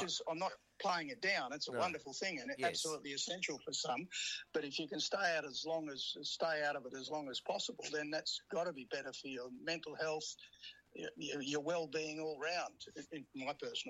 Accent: Geraldton, Western Australia, Australia; I said, oh, we're from Geraldton in WA.

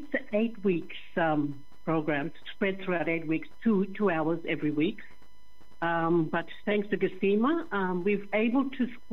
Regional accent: Darnley Island, Queensland, Australia; but very blessed to be out here at Darnley. Very beautiful Darnley, home to me.

